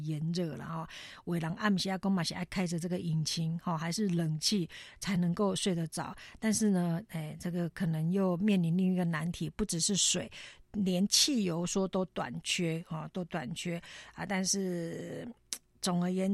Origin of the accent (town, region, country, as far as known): Taiwan